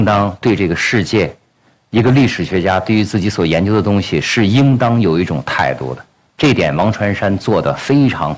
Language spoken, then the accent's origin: Chinese; China